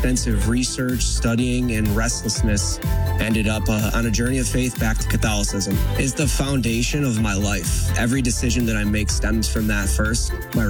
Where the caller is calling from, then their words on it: Buffalo, New York, United States; I'm from Buffalo.